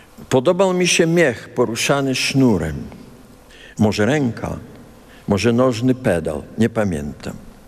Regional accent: Kaunas County, Lithuania; moved away as an adult; Po wielu latach wróciłem na Litwę i stanąłem w miejscu, gdzie w moim dzieciństwie była kuźnia.

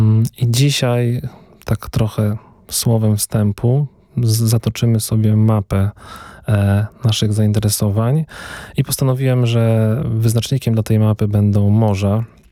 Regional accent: Gdańsk, Pomeranian Voivodeship, Poland; jestem z Gdańska

